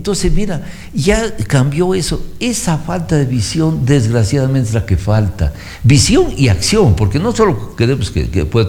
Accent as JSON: {"language": "Spanish", "region": "Loja", "country": "Ecuador", "said": "los lojanos, digamos, ni siquiera los baches nos vienen a coger"}